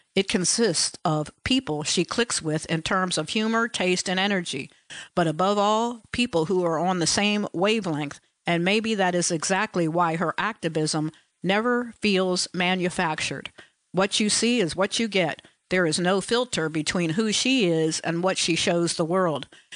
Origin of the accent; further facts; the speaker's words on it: Cleveland, Ohio, United States; moved away as an adult; now in New York City, United States; I moved from my hometown of Cleveland to New York City and started a job at Planned Parenthood.